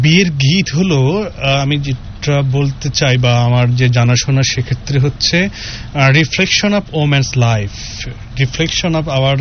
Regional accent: Bogura, Rajshahi Division, Bangladesh; born there; আমার জন্মস্থান বগুড়া

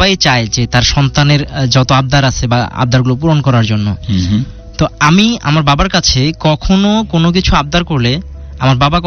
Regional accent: Bhola, Barisal Division, Bangladesh; আমার home district হচ্ছে ভোলাতে।

